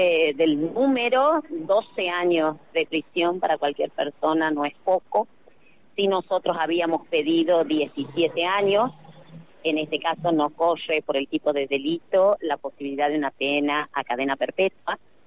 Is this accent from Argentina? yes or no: yes; Argentina; todos como sociedad argentina